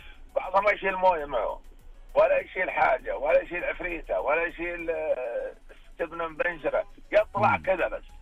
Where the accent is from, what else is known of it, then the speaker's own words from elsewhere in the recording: Saudi Arabia; حنا كسعوديين